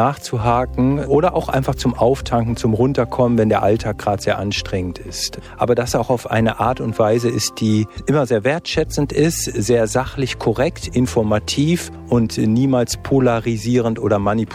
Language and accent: German; Langfeld, Germany; ich komme aus Langfeld